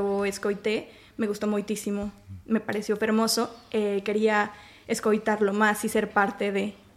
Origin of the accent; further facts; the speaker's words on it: Mexico; Galician is a second language; Eu son mexicana.